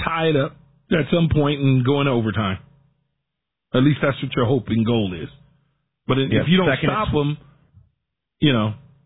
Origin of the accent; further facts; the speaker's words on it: West Coast, United States; And I'm from the West Coast, but it was cool.